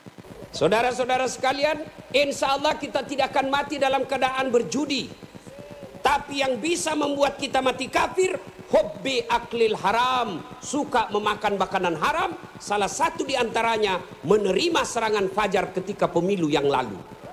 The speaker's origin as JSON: {"language": "Indonesian", "region": "South Sulawesi", "country": "Indonesia", "said": "Kalau kami orang Bugis tidak takut sama istri."}